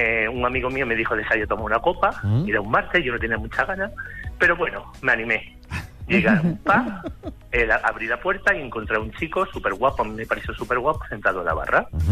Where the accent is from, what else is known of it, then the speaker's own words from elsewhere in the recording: Andalusia, Spain; él es más de 30 clases de Pinedo y yo soy de Andalucía.